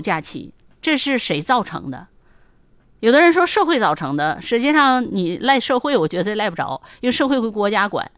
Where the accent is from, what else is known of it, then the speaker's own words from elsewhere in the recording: Harbin, Heilongjiang, China; 就写我的家乡的美，比如咱写哈尔滨美